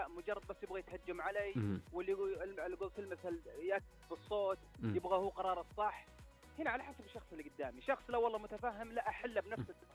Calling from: Al-Qassim, Saudi Arabia; من القصيم الله يعزك.

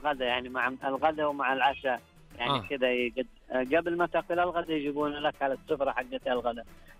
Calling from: Medina, Medina Province, Saudi Arabia; من ضواحي المدينه

